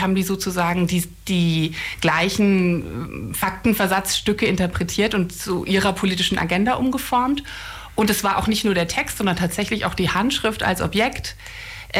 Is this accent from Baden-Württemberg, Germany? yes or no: yes; Heilbronn, Baden-Württemberg, Germany; Also meine Familie ist sehr oft umgezogen. Zur Schule gegangen bin ich in Heilbronn. Und studiert habe ich dann in Bamberg erstmal.